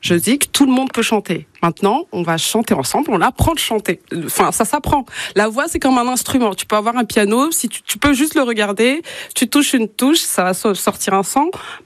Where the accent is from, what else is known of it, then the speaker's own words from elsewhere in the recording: Madagascar; now in Orléans, France; Parce qu'à Madagascar, on chante tout le temps.